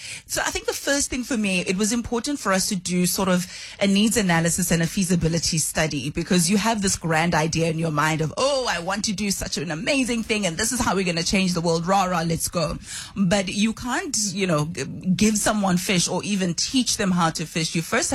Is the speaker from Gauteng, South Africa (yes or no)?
yes; Soweto, Gauteng, South Africa; I grew up at Dobsonville in Soweto, and privilege allowed me to go to schools in your suburb areas like Constantia, Kloof, Allen's Neck.